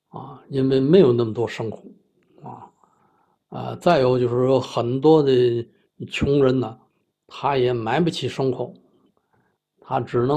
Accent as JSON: {"language": "Chinese", "region": "Tianjin", "country": "China", "tie": "born or raised there", "also_born_or_lived": "Hedong District, Tianjin", "said": "我不是陈家沟子人，我是在益丰区出生长大的，益丰区那儿"}